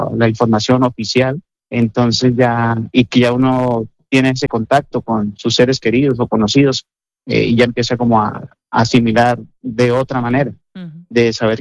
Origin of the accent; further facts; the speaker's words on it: Norte de Santander, Colombia; moved away as an adult; now in Santiago de Compostela, Spain; yo soy del norte de Santander. Pero sí, mi familia, por parte de mi esposa, son oriundos de Valle del Cauca. Uh-huh. Y llevo residenciado en Santiago de Compostela sobre 25 años.